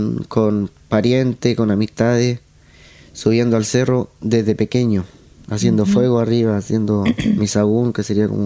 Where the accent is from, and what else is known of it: Penco, Biobío, Chile; born or raised there